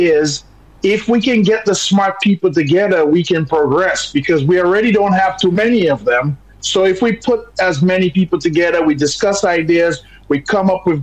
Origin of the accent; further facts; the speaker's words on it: Dominica; moved away; I am from Dominica and I love my country very much.